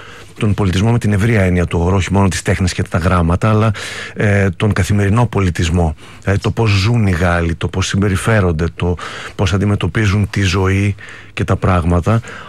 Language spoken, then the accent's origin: Greek; Greece; moved away as an adult; now in Paris, France; Είμαι Έλληνας. Ναι, είμαι Έλληνας. Είμαι ο Έλληνας.